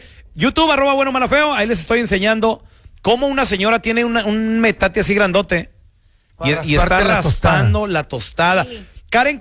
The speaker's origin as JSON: {"language": "Spanish", "region": "Chihuahua", "country": "Mexico", "said": "Las que hacía mi mamá, porque somos de Chihuahua."}